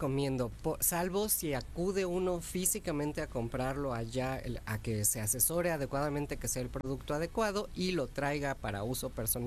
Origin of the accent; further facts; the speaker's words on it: Mexico; Yo sé que somos flojos los mexicanos y no nos gusta tener que ir al médico.